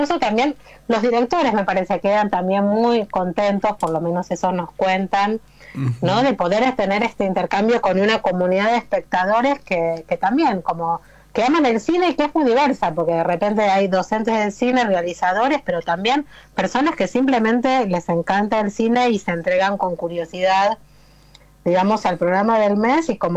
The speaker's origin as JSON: {"language": "Spanish", "country": "Argentina", "said": "yo soy argentina"}